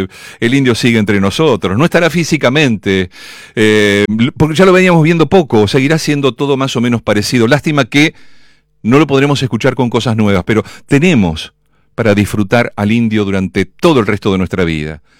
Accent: Argentina; yo soy un argentino más

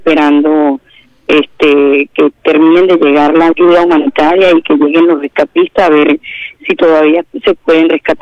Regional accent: Guatire, Miranda, Venezuela; moved away as an adult; now in Bahía Blanca, Argentina; en el pueblo que nosotros somos de Guatire

